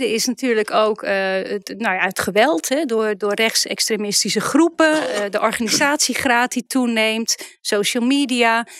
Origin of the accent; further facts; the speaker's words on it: Netherlands; Ik kom uit Eeldewolde.